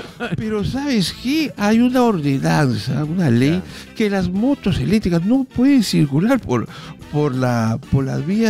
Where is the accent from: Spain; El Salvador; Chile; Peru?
Peru; Así somos los peruanos